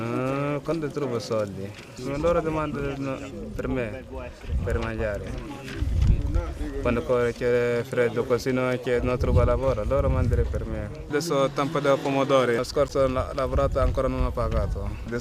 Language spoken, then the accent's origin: Italian; Libya; Italian is a second language; Allora io vengo da Libia. In Libia io ho fatto militare.